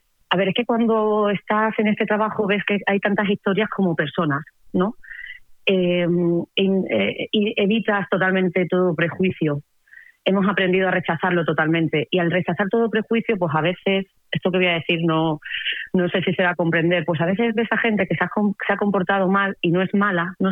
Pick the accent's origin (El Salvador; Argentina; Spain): Spain; Cáceres, Extremadura; Yo soy de Cáceres